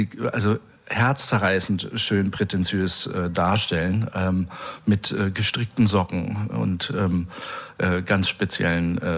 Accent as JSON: {"language": "German", "town": "Hildesheim", "region": "Lower Saxony", "country": "Germany", "tie": "born or raised there", "also_born_or_lived": "Wilhelmshaven", "said": "ich bin geboren in Wilhelmshaven und habe mich sozusagen sukzessive runtergearbeitet nach Hildesheim. Ja, da bin ich aber größtenteils, da fängt das Bewusstsein dann langsam an."}